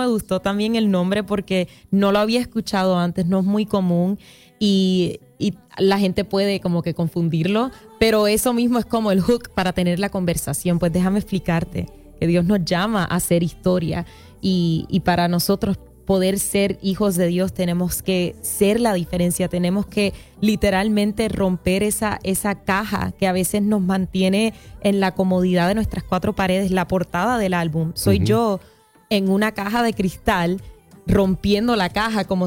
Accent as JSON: {"language": "Spanish", "town": "Miami", "region": "Florida", "country": "United States", "tie": "born there", "lives_now": "Los Angeles, United States", "said": "Yo nací en Miami, so cada vez que estoy aquí es como que yo me curo el alma con los pastelitos, con el picadillo."}